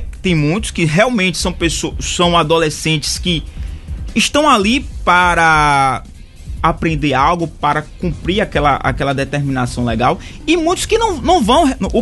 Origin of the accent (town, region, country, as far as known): Brazil